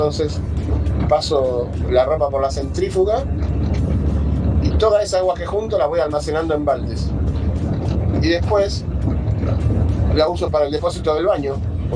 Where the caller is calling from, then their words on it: Aldo Bonzi, Buenos Aires Province, Argentina; de Aldo Bonzi